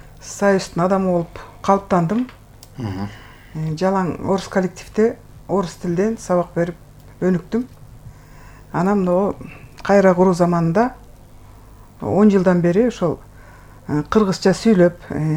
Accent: Kögöy, Talas Region, Kyrgyzstan; Сарудан, Көгөйдөн.

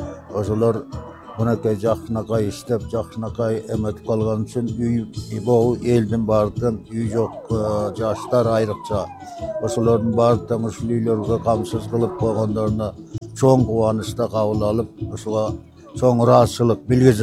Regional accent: Kochkor, Naryn Region, Kyrgyzstan; Эми айлана мен өзүм ушул эле кочкорлукмун. Караңгы эме Ормонкон айылынан келгем

